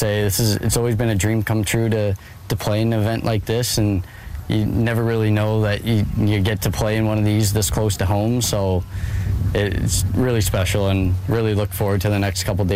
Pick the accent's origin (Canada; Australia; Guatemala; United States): Canada; New Brunswick; my first event to be in my hometown.